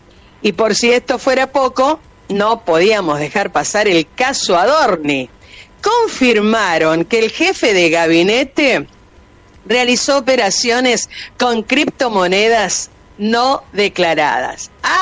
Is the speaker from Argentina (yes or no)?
yes; Argentina